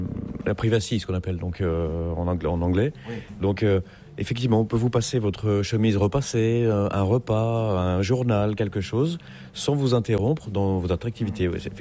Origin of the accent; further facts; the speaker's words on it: Nouvelle-Aquitaine, France; On fait du vin qu'on distille, donc ça s'appelle le cognac, évidemment. Donc, puis on n'est pas loin de Bordeaux, donc c'est une région riche en vin et spiritueux, quoi.